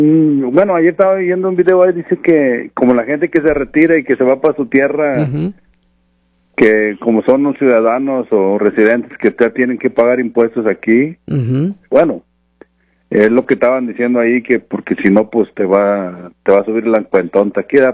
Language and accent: Spanish; Mexico; Sí, soy de mexicano.